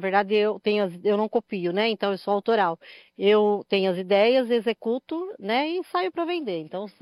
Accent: Matão, São Paulo, Brazil; Sou de Mato

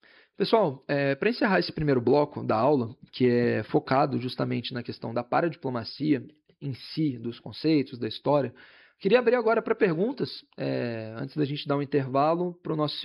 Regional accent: Rio de Janeiro, Brazil; é um debate com o qual eu prefiro nem entrar enquanto fluminense

